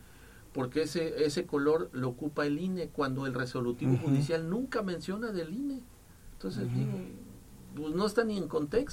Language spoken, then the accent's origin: Spanish; Xico, Veracruz, Mexico; Yo soy del municipio de Jico, de la zona centro de Veracruz, un municipio muy bonito, pueblo mágico, por cierto.